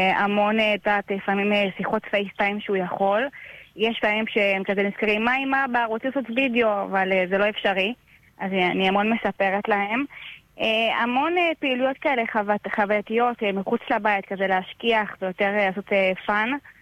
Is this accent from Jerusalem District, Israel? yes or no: no; Beersheba, Southern District, Israel; נכון, אז אנחנו מבאר שבע, יש לנו שלושה ילדים